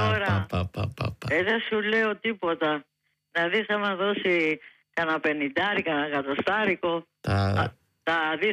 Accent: Athens, Attica, Greece; born there; Γεννήθηκα στο Παγκράτη

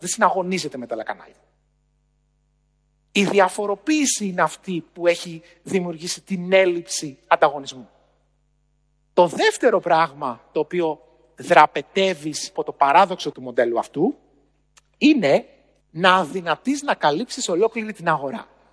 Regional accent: Agrinio, Western Greece, Greece; Στο χωριό μου λοιπόν, στο Αγρίνιο, εκεί που μεγάλωσα, στον Αβαρίκο το Λακαρναμίας, ένα μικρό χωριό που είναι κοντά στο Θέρμο

